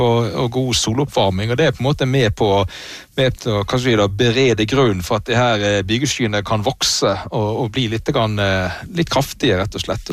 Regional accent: Western Norway, Norway; now in Oslo, Norway; men spør du meg som vestlending eller her i Oslo?

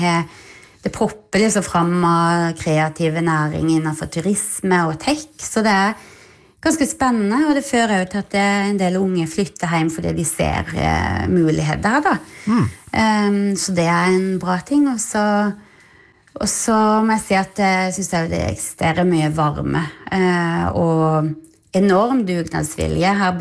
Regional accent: Vennesla, Agder, Norway; moved away as an adult; now in Notodden, Norway; Jeg er fra Vennesla i Agder, så ja, men jeg er fra et lite sted

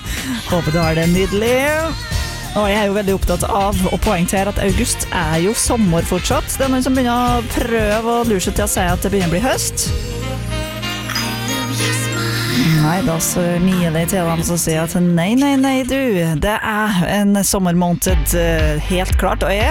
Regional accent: Rennebu, Trøndelag, Norway; moved away; Sånn var det I hvert fall I Rennebu der jeg kommer fra.

